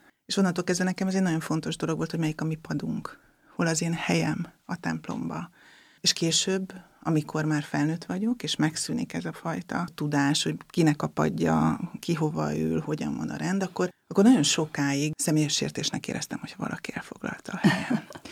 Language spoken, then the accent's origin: Hungarian; Tiszaföldvár, Jász-Nagykun-Szolnok, Hungary; A családból hozom a hitet. Tiszaföldváron születtem, 1970-ben kereszteltek meg